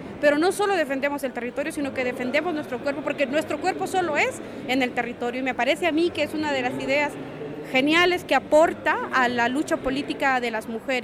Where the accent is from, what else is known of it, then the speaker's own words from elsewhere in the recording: Guatemala; yo soy guatemalteca, no soy mexicana